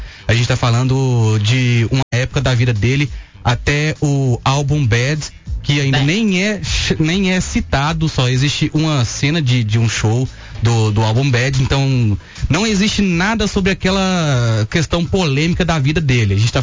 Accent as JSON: {"language": "Portuguese", "country": "Brazil", "said": "nós como brasileiros"}